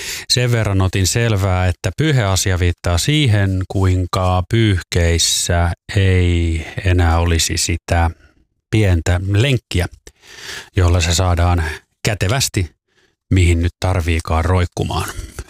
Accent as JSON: {"language": "Finnish", "town": "Loviisa", "region": "Uusimaa", "country": "Finland", "tie": "born or raised there", "said": "Muistan, että kotikaupungissani Loviisassa, jos menen nykyään käymään vuosikymmenten jälkeen, niin siellä on käsittääkseni edelleen ihan samat penkit kuin joskus silloin aikanaan"}